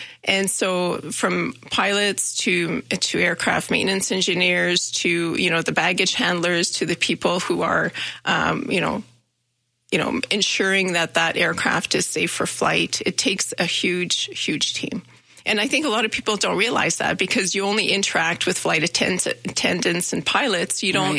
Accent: Manitoba, Canada; moved away as an adult; now in Calgary, Canada; I'm originally from Manitoba, and I came to SAIT, and I remember driving to Calgary. And so everything's new. I didn't know anybody. Went to SAIT for aircraft maintenance, and then ended up staying here in Calgary and working in Calgary.

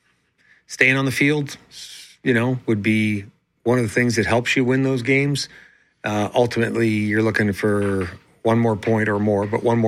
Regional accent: Ireland; because I'm Irish, so the sun is, you know.

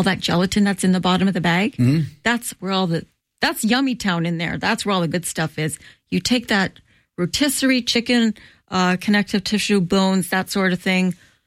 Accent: northern Italy, Italy; moved away; I grew up in Northern Italy.

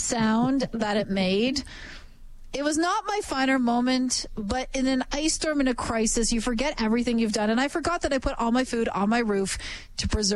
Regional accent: Ontario, Canada; If you go back in time, I'm from Ontario. I grew up through the infamous ice storm of Eastern Ontario of 1998.

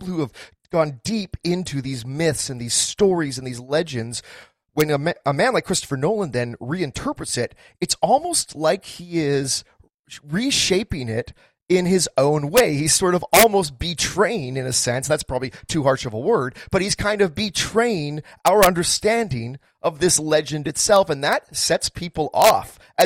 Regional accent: North Vancouver, British Columbia, Canada; my hometown of North Vancouver, British Columbia.

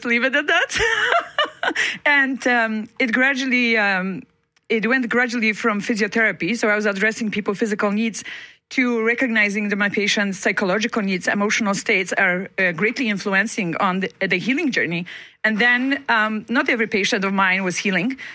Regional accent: Poland; now in Manitoba, Canada; when I was a small child living and growing up in Poland

